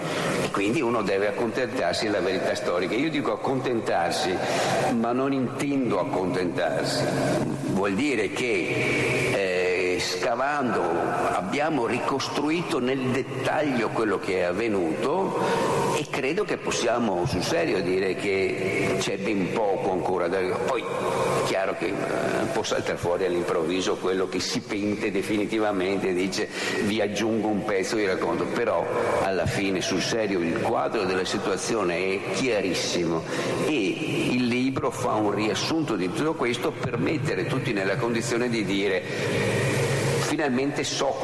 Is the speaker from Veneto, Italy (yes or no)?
yes; Venice, Veneto, Italy; da veneziani, o meglio da Mestrini